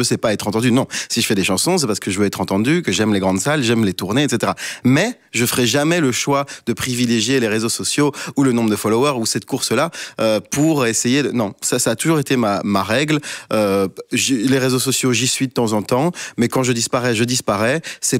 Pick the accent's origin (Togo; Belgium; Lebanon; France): Belgium; Brussels, Brussels-Capital Region; quand on est bruxellois